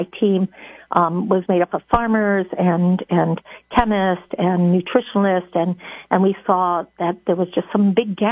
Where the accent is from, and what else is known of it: Allegan, Michigan, United States; born or raised there